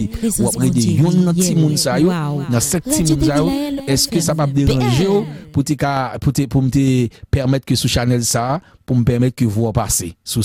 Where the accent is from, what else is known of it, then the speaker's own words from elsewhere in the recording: Haiti; ça, on est haïtien, même pop haïtien, comme des Chili. Pendant que je suis Chili